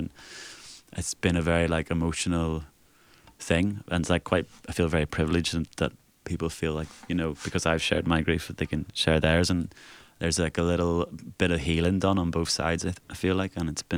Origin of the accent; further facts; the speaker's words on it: Comber, Northern Ireland, United Kingdom; moved away; because I'm from Cumber originally